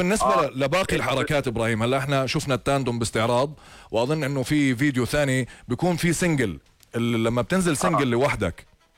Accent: Jordan

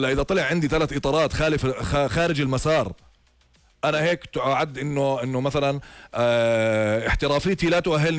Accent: Jordan

